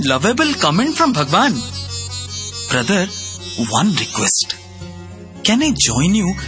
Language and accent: English; Sri Lanka; a businessman from Sri Lanka. And this is my first time here.